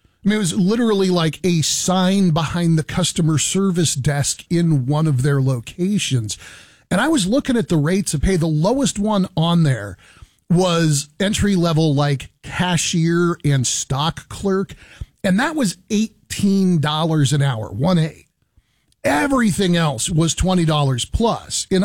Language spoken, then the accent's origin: English; California, United States